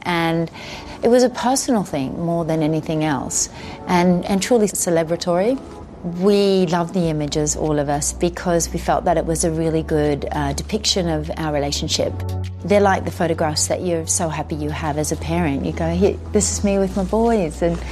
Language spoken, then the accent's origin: English; Australia; it's kind of like the Australia that I grew up with.